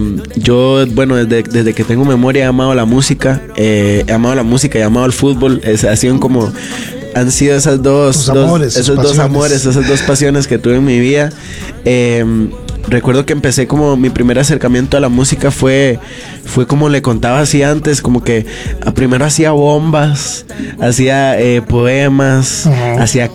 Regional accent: Costa Rica; dejamos de usar palabras de nuestro país y dejamos como de hablar como nosotros hablábamos. Entonces eso hizo que perdiéramos un poco esa identidad que nos hace conectar como costarricenses.

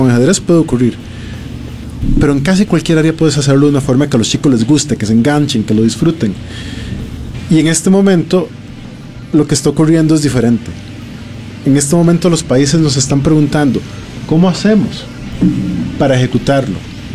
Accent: Costa Rica; como costarricense estoy muy contento de que haya ocurrido esto

